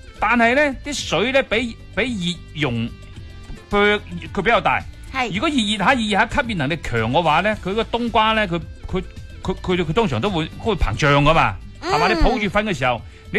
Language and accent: Cantonese; Guangdong, China